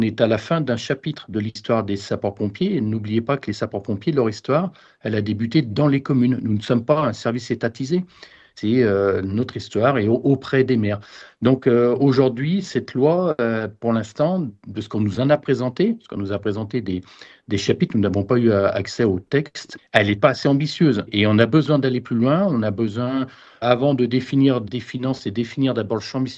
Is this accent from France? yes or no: yes; Auvergne-Rhône-Alpes, France; Des touristes qui viennent chez nous en Haute-Savoie